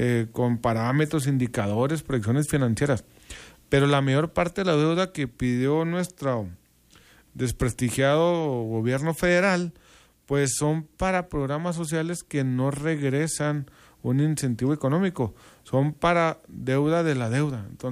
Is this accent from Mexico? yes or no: yes; Mexico; A veces nosotros como mexicanos decíamos antes, ay, mira, pobrecito Venezuela, pobrecito Brasil, y demás países.